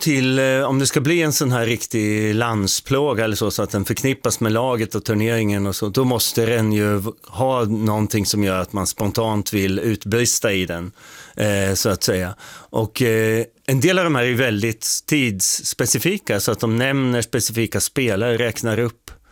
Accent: Åtvidaberg, Östergötland, Sweden; Jag är från Åtvidaberg, så jag är från Götaland.

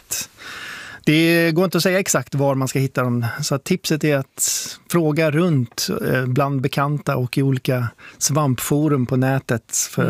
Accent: Sweden; Jag är svensk, det är hemligt.

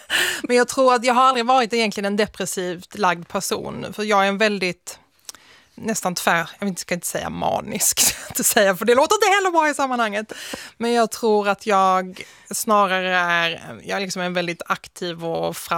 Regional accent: Malmö, Skåne, Sweden; also born or lived in Nötesjö; Utanför Svedala, som heter Nötesjö, en liten by. Och sen så flyttade jag in till Malmö när jag var 5 år gammal ungefär. Men mina första år i livet växte jag upp där ute.

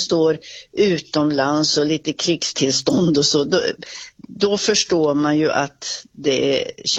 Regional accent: Sweden; born there; jag är ju svensk född och talar svenska.

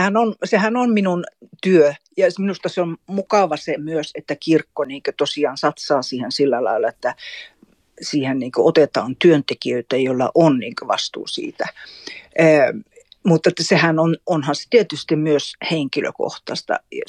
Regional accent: Kolari, Lapland, Finland; now in Kaunisvaara, Sweden; Mä olen Tornionlaaksosta. Mulla on juuria Suomen ja Ruotsin puolella. Itse mä olen kasunut sitten niin Suomen puolella Tornionlaaksossa Kolarissa. Ja tällä hetkellä mä asun Kaunisvaarassa.

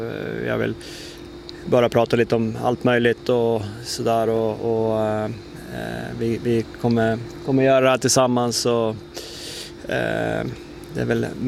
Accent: Umeå, Västerbotten County, Sweden; jag, Axel och Marcus Björk, vi är uppvuxna här på Teg, vi är, ja, men lövare sen vi föddes

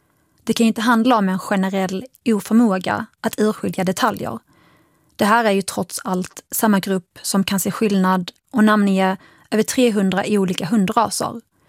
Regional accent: Skåne, Sweden; now in Stockholm, Sweden; Jag var skåning och inte lika cool.

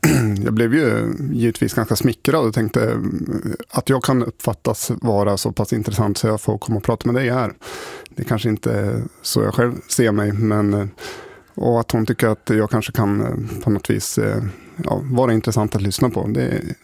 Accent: Sundsvall, Västernorrland County, Sweden; jag är ju uppväxt här i Sundsvall.

